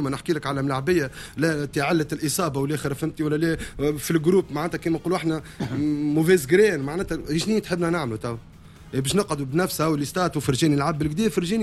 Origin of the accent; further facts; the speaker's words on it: Tunisia; انا كتونسي مانيش صاحب القرار،